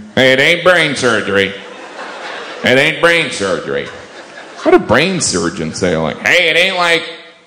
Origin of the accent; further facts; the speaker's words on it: United Kingdom; accent: British; And don't be thrown by my British accent.